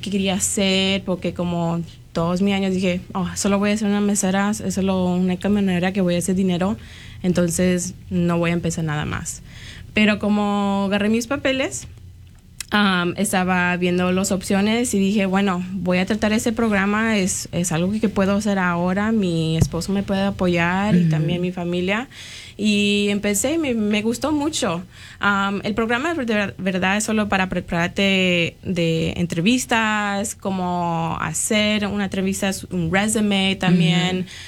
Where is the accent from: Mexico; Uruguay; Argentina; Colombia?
Argentina; Yo soy de Argentina